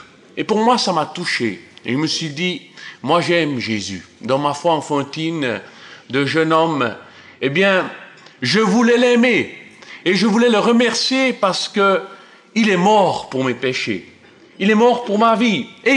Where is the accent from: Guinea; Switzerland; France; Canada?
Switzerland; Cortaillod, Neuchâtel; J'ai été élevé en Suisse romande, à Cortaio, près de Neuchâtel. Mon père vient d'Allemagne, il est depuis 50 ans en Suisse. Ma mère vient de Suisse allemande, j'ai donc été élevé bilingue.